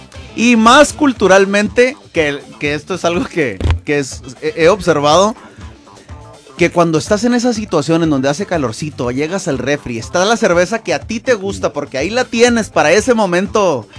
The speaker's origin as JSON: {"language": "Spanish", "town": "Ensenada", "region": "Baja California", "country": "Mexico", "said": "para nosotros aquí los porteños de la ciudad de Ensenada"}